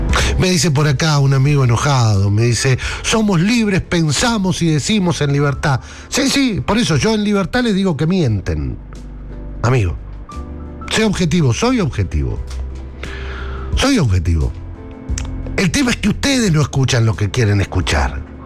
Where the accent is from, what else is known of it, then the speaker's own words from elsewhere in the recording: Córdoba, Argentina; No tengo acento. Si quiere, en un ratito se me sale. Deme dos segundos y le abro Córdoba y pleno.